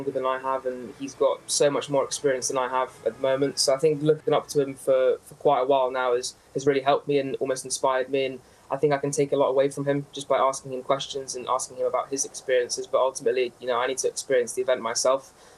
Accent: Jersey; I come from Jersey

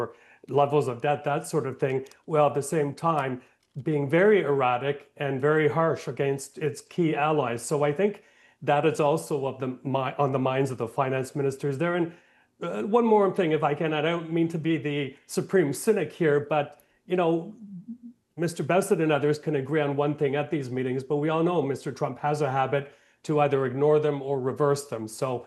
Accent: Canada; I'm Canadian.

